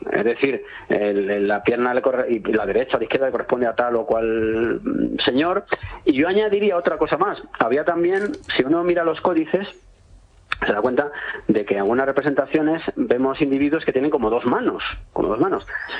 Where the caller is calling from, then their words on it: Cuenca, Castilla-La Mancha, Spain; En mi pueblo, en Cuenca estoy.